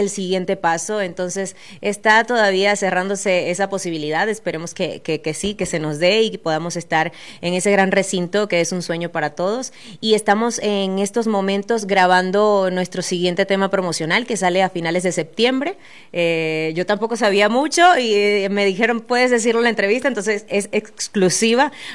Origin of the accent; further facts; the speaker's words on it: Venezuela; Yo, por ejemplo, soy venezolana, también tenemos un compañero de República Dominicana, tenemos algunos de Argentina, de Brasil, entonces hay de todo un poquito.